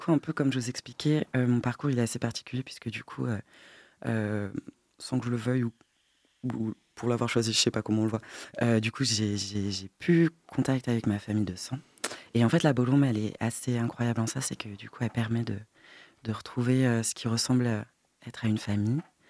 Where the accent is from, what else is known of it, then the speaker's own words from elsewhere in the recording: Rennes, Brittany, France; moved away as an adult; now in Nantes, France; Je suis rennais, je suis née à Rennes, mais dans une famille qui supporte et vient de Loire-Atlantique et du coup qui m'a fait grandir aux couleurs jaune et vert.